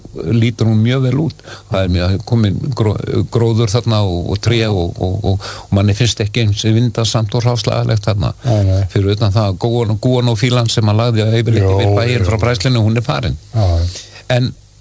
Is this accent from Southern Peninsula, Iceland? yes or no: yes; Keflavík, Southern Peninsula, Iceland; moved away as an adult; ég var alveg upp í Keflavík frá 6 ára aldrei sko, og ég ferðaðan tvítugt og sný síðan aftur eftir hálfa öld